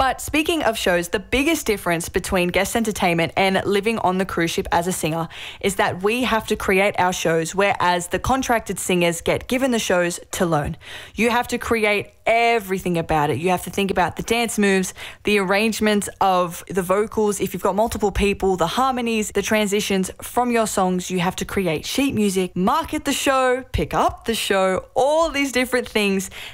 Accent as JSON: {"language": "English", "town": "Sydney", "region": "New South Wales", "country": "Australia", "said": "Now, for example, I am from Sydney, Australia, of course"}